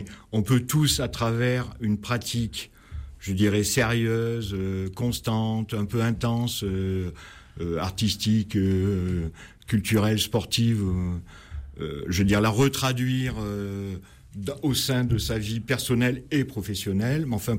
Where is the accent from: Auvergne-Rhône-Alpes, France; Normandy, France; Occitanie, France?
Auvergne-Rhône-Alpes, France; Valence; born there; Mais bon, les hasards de la vie ont fait que je suis revenu dans ma ville natale et à partir du moment où j'ai créé mon entreprise, j'étais un petit peu sédentarisé, on va dire.